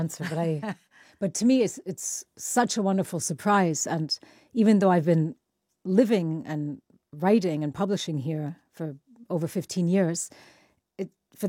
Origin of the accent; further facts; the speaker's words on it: Mexico; moved away as an adult; also born or lived in United States; now in United Kingdom; I left Mexico when I was 17, although I go back several times a year because my parents are still there and home is still there.